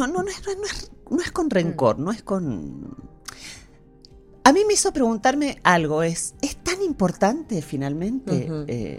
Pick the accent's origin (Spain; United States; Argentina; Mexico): Argentina; hago psicoanálisis como buena argentina hace ya muchos años